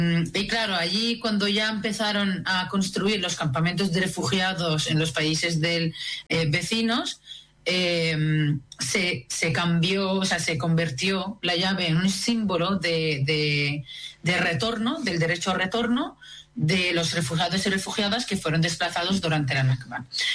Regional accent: West Bank, Palestine; moved away as an adult; now in Spain; Así que yo he vivido toda mi infancia y mi juventud en Palestina. Luego salí para estudios, o sea, estoy en España terminando ahora el doctorado.

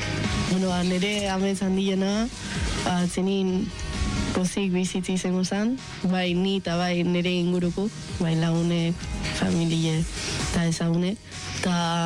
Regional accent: Azpeitia, Basque Country, Spain; nire Azpeitiarra naiz, da 17 urte azket

